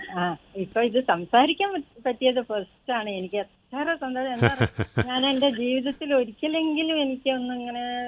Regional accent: Kerala, India; അവിടെ അടുത്തായിരുന്നു. ഞാൻ ചെറുപ്പകാലത്ത് താമസിച്ചു.

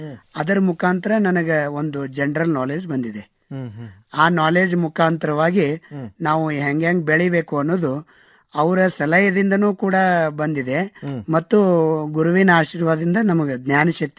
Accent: Bommanahalli, Karnataka, India; ನಂದು ವಿಜಯಪುರ ಜಿಲ್ಲೆ ಬಸವನ ಬಾಗೇವಾಡಿ ತಾಲೂಕಿನ ಬೊಮ್ಮನಹಳ್ಳಿ ಗ್ರಾಮ ಅಂತೇಳಿ.

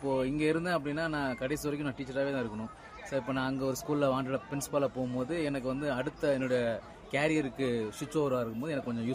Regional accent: Madurai, Tamil Nadu, India; நான் இப்போ வெக்கேஷனுக்காக என்னுடைய சொந்த ஊர் மதுரை, நான் மதுரைக்கு வந்திருக்கேன்.

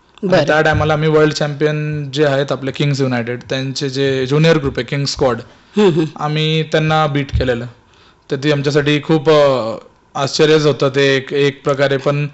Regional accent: Dhule, Maharashtra, India; हो, आमचं बालपण धुळ्यातच गेलं पूर्ण.

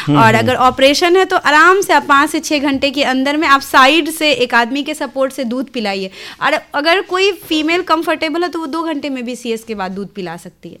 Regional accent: Darbhanga, Bihar, India; now in Sitamarhi, India; मेरी पढ़ाई लिखाई दरभंगा ही से हुई है।

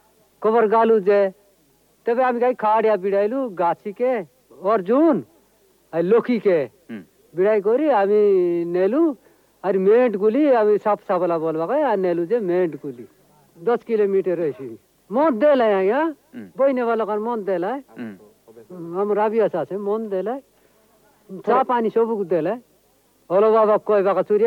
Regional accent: Saradapur, Odisha, India; ମୋର ଗାଁ ନା ସାରଦାପୁର

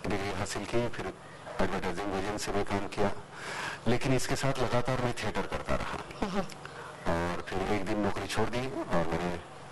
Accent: Maharashtra, India; मेरा बचपन गांव में बीता, मेरे जंजरा में, पहली से सातवीं तक।

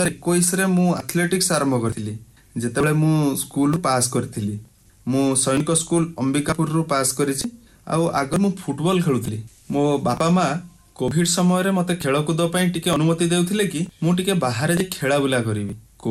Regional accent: Chhattisgarh, India; ମୁଁ 200 ଓ 400 national record holder ଏବଂ ମୁଁ ଛତିଶଗଡ଼ର ବାସିନ୍ଦା, ଆଉ ଏବେ ମୁଁ ଓଡ଼ିଶା ତରଫରୁ ଖେଳୁଛି।

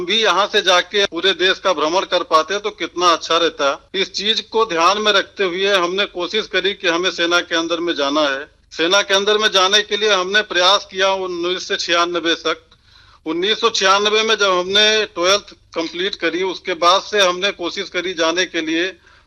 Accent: Gonda, Uttar Pradesh, India; moved away as an adult; ग्राम Utraula, post Paraspur, district Gonda, Uttar Pradesh का निवासी हूँ।

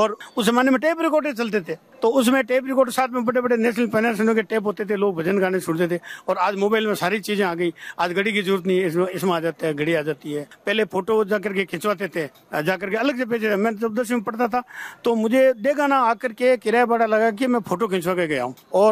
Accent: Rajlota, Rajasthan, India; मेरा छोटा गाँव राजलोता डेगाना तहसील नागौर जिले में

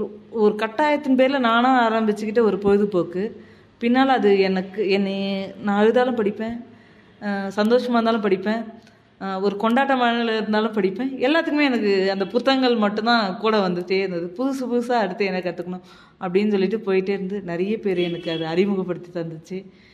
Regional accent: Kanchipuram, Tamil Nadu, India; born there; moved away as an adult; also born or lived in Cuddalore / Vellore; now in Nilgiris, India; எனக்கு எப்படி என்னோட பிறந்த ஊர் என்னால் மறக்க முடியாதோ, என்னால் காஞ்சிபுரத்தை எப்பவுமே விட்டு கொடுக்க முடியாது.

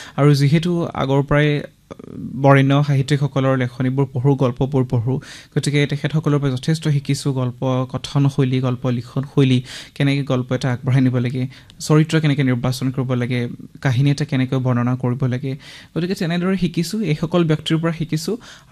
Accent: Punia, Assam, India; মোৰ জন্ম হৈছিল তামোলপুৰ জিলাৰ পুনিয়া নামৰ এখনি অকণমানি সৰু সেউজীয়া গাঁও। মই হাইস্কুল শিক্ষান্ত পৰীক্ষালৈকে সেইখন গাঁৱতে থাকি ডাঙৰ দীঘল হ'লোঁ

